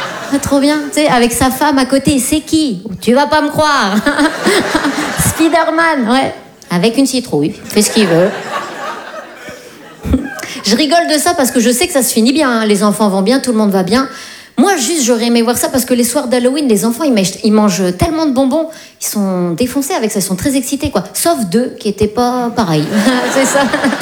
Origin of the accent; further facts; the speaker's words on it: France; Parce qu'on est Français, voilà, c'est pour ça. Vous le savez, ça, que les Français dans le monde entier, on nous aime pas beaucoup.